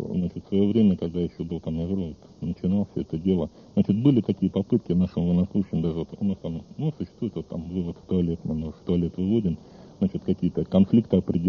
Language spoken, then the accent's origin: Russian; Lipetsk, Lipetsk Oblast, Russia; also born or lived in Saratov; now in Yekaterinburg, Russia; я из Липецка.